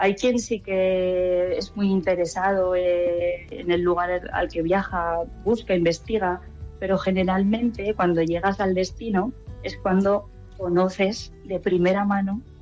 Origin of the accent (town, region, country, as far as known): Teruel, Aragon, Spain